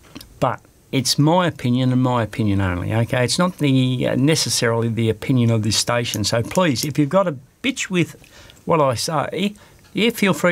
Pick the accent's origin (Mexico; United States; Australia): Australia; We are Australian